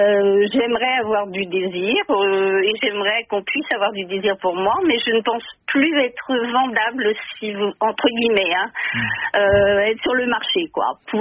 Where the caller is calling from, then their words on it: Île-de-France, France; Je l'appelle de région parisienne.